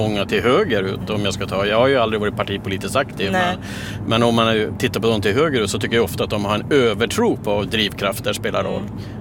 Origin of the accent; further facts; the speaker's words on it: Kiruna, Norrbotten County, Sweden; Jag är ju född och uppvuxen i Kiruna.